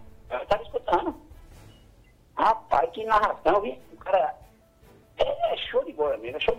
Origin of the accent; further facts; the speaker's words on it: Brazil; now in Tibiri, Brazil; vou marcar um dia para dar um abraço aí no Ipó, na minha terra